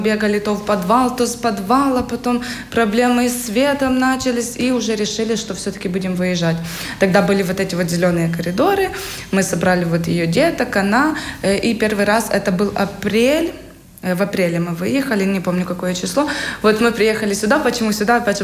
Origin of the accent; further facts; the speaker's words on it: Sumy, Sumy Oblast, Ukraine; moved away as an adult; now in Jonava, Lithuania; Я приехала из Украины, из города Сумы. Сумы мало кто знает, это возле Харькова находится.